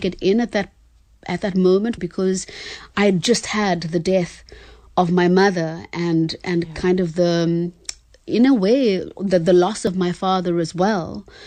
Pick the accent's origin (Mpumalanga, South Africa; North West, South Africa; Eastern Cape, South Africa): Eastern Cape, South Africa; born or raised there